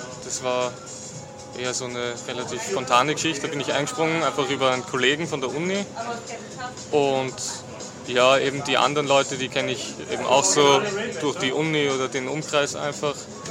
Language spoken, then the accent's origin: German; Fernitz, Styria, Austria; Ich bin aus Fernitz, also südlich von Graz. Und ja, also ich komme aus einer Musikerfamilie.